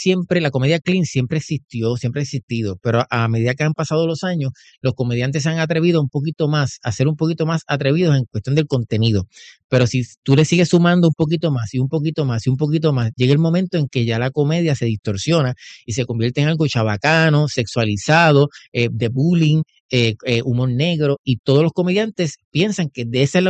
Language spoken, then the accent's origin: Spanish; Juncos, Puerto Rico; born or raised there; also born or lived in Caguas